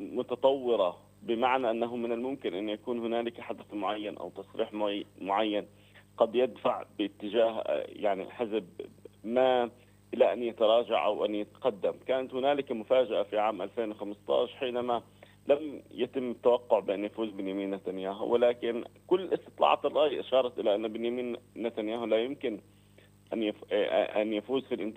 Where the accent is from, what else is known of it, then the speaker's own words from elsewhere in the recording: Palestine; نحن كفلسطينيين